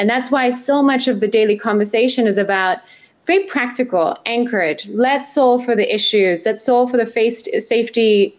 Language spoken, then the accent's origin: English; Mozambique; when I was growing up, I grew up in Africa, actually, in Mozambique. And I remember access to the internet, how it changed my life, access to cell phones.